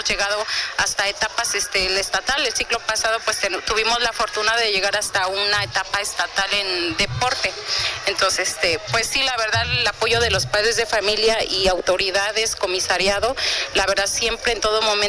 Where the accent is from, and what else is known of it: San Luis Atolotitlán, Puebla, Mexico